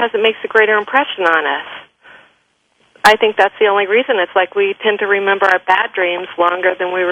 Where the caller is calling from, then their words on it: California, United States; I'm calling from Northern California.